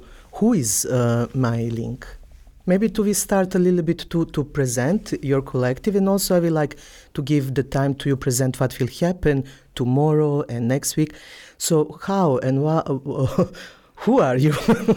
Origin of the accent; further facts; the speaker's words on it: Bosnia & Herzegovina; English is a second language; I come from Yugoslavia and then Bosna, it's important name for all of us